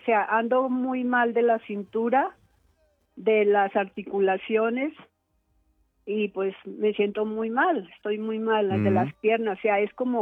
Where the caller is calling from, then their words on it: Bogotá, Colombia; De aquí de Suba.